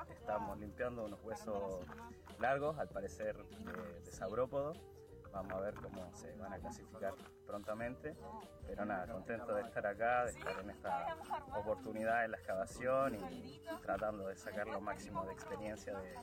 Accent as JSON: {"language": "Spanish", "country": "Chile", "lives_now": "Argentina", "said": "soy estudiante de la carrera de paleontología de último año de la Universidad Nacional de Río Negro. Vengo de Chile."}